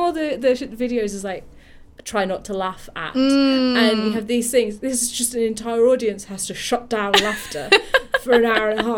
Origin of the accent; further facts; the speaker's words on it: Yorkshire and the Humber, United Kingdom; Genuinely, I was speaking to someone because I know I sound like I'm from Yorkshire, but I am honest.